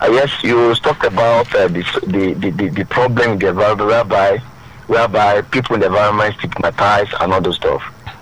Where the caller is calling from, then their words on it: Lagos, Nigeria; calling you from Ogbaida, Lagos.